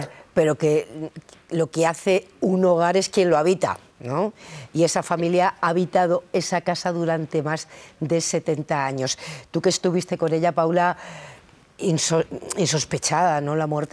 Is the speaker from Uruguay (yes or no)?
no; Spain; en este país de propietarios que somos los españoles